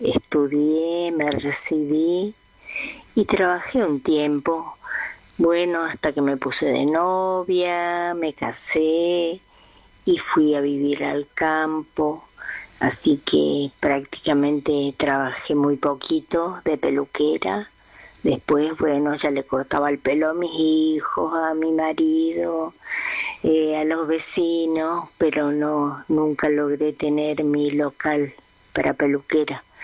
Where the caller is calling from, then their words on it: Colonia Benítez, Chaco, Argentina; de Colonia Benítez, Chaco.